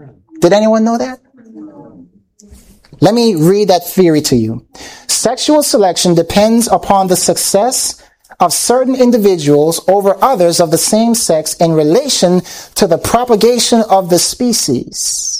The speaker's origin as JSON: {"language": "English", "country": "Jamaica", "said": "I'm Jamaican"}